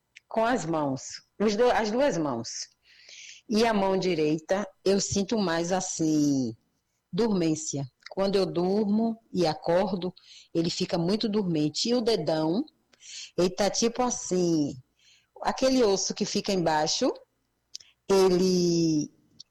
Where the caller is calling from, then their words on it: Castro Alves, Bahia, Brazil; eu falo aqui de Castro Alves.